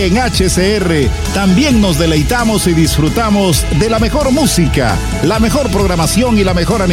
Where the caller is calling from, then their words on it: Juticalpa, Olancho, Honduras; desde los estudios de HCR Hola Catrachos Radio, desde Juticalpa, Olancho, en Honduras.